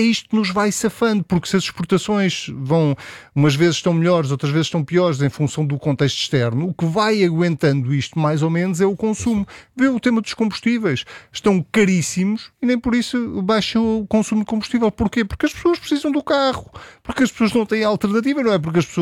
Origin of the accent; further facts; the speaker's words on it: Portugal; enquanto português.